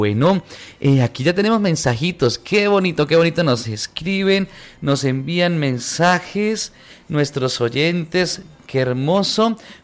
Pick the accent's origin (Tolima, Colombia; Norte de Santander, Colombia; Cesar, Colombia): Norte de Santander, Colombia; Por ahí mi familia, somos también de San José del Ávila, Carmen de Nazaret.